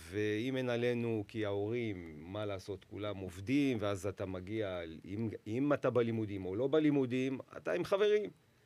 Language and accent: Hebrew; Jerusalem, Jerusalem District, Israel; אנחנו גדלנו באיזושהי דרך דומה, אבל המתווה שלנו בסוף היה להגיע לאיזושהי מטרה, והדרך גם חישלה אותנו, גם נתנה לנו את המסגרת, ואנחנו יודעים, גם כירושלמים, אין לנו הרבה אלטרנטיבות